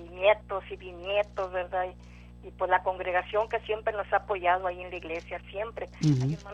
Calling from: Matamoros, Tamaulipas, Mexico; de Matamoros.

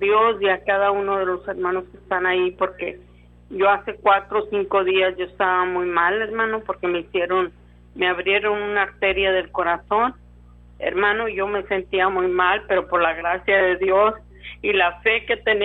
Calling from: Brownsville, Texas, United States; hablo de Brownsville.

